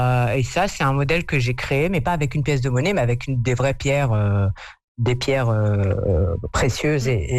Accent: Souss-Massa, Morocco; Je suis à Mazir de la région de Sousmassa.

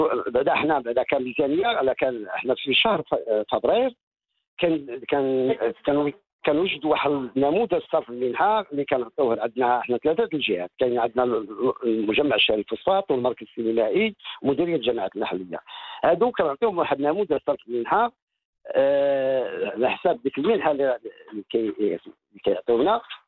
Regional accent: Morocco; بالنسبة لجميع المهرجانات اللي كاين عندنا في المغرب

